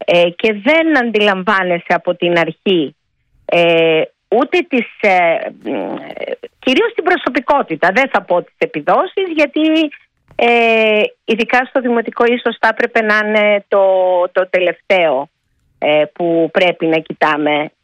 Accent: Antissa, North Aegean, Greece; moved away; Γιατί εγώ δεν ήμουνα τέτοιο παιδί. Εγώ ήμουνα παιδί που άρχισε να ζητάει αυτό που θέλει αφού έφυγα από την Άντισσα.

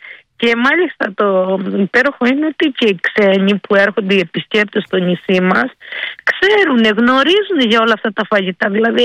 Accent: Crete, Greece; θέλουμε να αναδεικνύουμε και τους παραγωγούς της Κρήτης. Γιατί εδώ στο χωριό μου, στο μέρος μου

